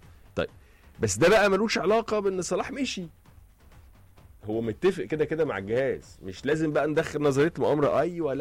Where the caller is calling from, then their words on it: Minya, Minya Governorate, Egypt; صباح الفل والوردة كابتن ابراهيم، … من المنيا.